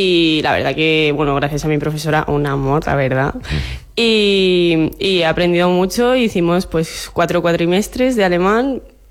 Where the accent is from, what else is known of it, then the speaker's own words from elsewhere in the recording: Ibiza, Balearic Islands, Spain; moved away as an adult; now in Mallorca, Spain; De Ibiza solo yo.